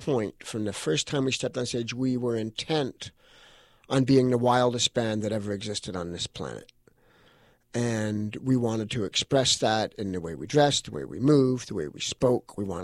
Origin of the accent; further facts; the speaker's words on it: Hollywood, California, United States; But we grew up in Hollywood. We ran around on the streets in Hollywood. We were so used to, I lived in West Hollywood where it was nothing.